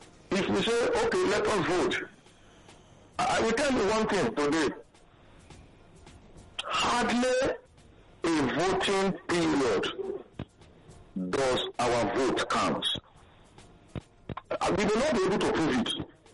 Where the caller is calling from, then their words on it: Ibadan, Oyo, Nigeria; I'm calling from Ibadan.